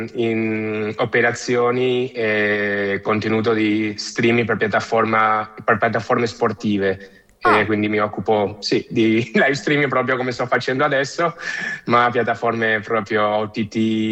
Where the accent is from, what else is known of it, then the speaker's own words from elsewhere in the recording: Buenos Aires, Argentina; also born or lived in Genoa; Io sono originario di Genova, ma sono partito da bambino quando avevo più o meno 3 anni e verso Sud America. Ho vissuto quasi tutta la mia vita in Argentina, a Buenos Aires